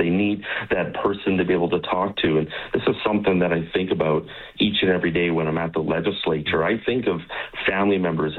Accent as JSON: {"language": "English", "region": "Saskatchewan", "country": "Canada", "tie": "born or raised there", "moved": "yes", "lives_now": "Alberta, Canada", "said": "I grew up in another part of Canada. I grew up in Saskatchewan. I remember coming to Alberta in the late 90s with my family"}